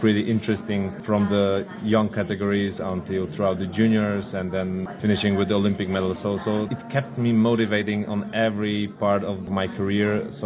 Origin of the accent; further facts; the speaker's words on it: Zakopane, Lesser Poland, Poland; in the city where I grew up, basically only winter sports was popular. I grew up in Zakopane, so big winter sport city in Poland